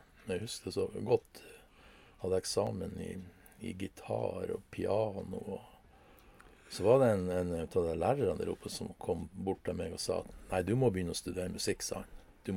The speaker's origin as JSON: {"language": "Norwegian", "town": "Rennemoen", "region": "Nordland", "country": "Norway", "also_born_or_lived": "Korgen", "said": "Ja, jeg er jo fra Rennemoen da."}